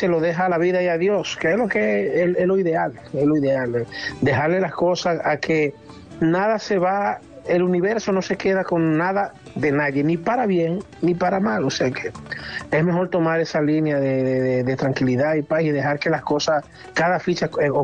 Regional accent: Baní, Peravia, Dominican Republic; una chica que es de mi pueblo, Vanileja también

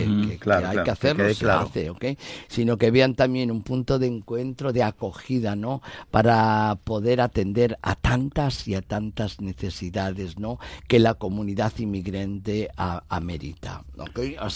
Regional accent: Spain; moved away; yo soy español, ¿eh? Soy español de origen

